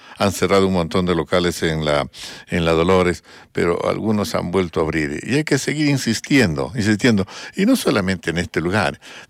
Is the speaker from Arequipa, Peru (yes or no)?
yes; Arequipa, Peru; Porque somos arequipeños